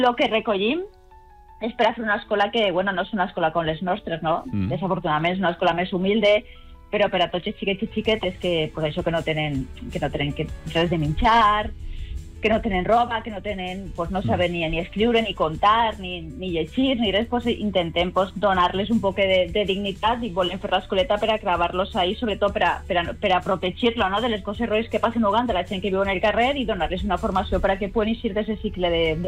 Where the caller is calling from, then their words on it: Onda, Valencian Community, Spain; jo soc d'Onda